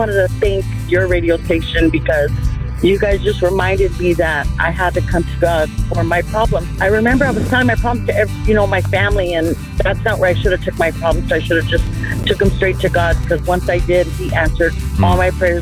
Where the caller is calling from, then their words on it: Maricopa, Arizona, United States; I'm calling from Maricopa, Arizona.